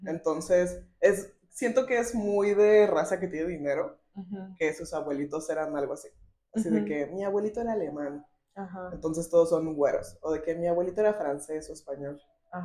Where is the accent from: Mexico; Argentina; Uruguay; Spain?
Mexico; Lagos de Moreno, Jalisco; No, yo nací y crecí en Lagos de Moreno, en los Altos de Jalisco.